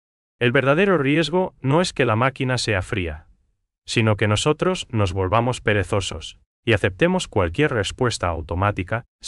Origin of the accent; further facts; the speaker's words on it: Paraguay; ese filtro de identidad y cultura que nos hace únicos como paraguayos.